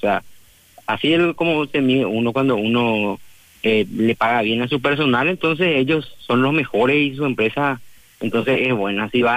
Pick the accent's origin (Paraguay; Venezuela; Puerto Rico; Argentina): Paraguay; Lambaré, Central; soy de Lambaré.